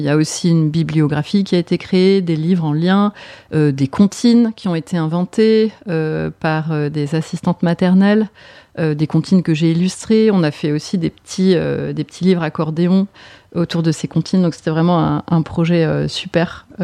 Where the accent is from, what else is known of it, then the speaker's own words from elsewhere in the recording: Grand Est, France; je viens des Vosges, donc je vois un petit peu.